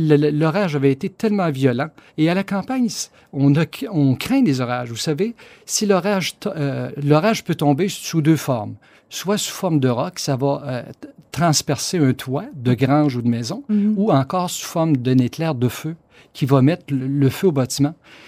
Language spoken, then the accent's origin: French; Saint-Damien, Quebec, Canada; Donc, je suis natif de Saint-Damien, de parents qui n'étaient pas fortunés.